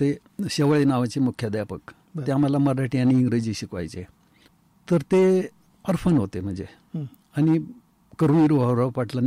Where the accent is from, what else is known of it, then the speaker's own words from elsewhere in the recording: Nighoj, Maharashtra, India; also born or lived in Wadzire; निगोज हे आमचं मूळ गाव।